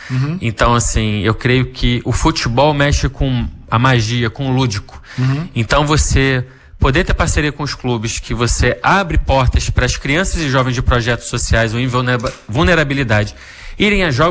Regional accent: Brazil; eu vejo como brasileiro

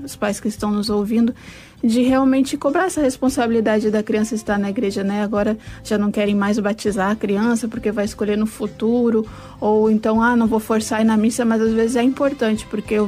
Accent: Estância Velha, Rio Grande do Sul, Brazil; now in Rio de Janeiro, Brazil; eu sou gaúcha, né, natural do Rio Grande do Sul, de uma cidade chamada Estância Velha. Para quem não conhece, fica próximo de Novo Hamburgo, próximo da capital.

